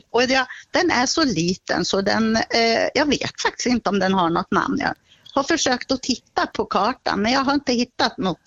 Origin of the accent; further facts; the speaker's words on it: Uddevalla, Västra Götaland County, Sweden; now in Köping, Sweden; jag är uppvuxen i Uddevalla. Vi ligger ju nära havet och vi var mycket och badade när jag var liten. Och sen så, när jag flyttade hit till Köping